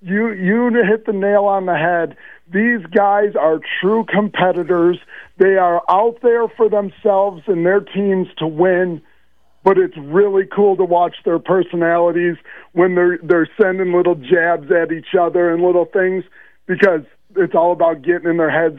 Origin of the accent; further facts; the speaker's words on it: Grand Rapids, Michigan, United States; I grew up on Butterworth Street.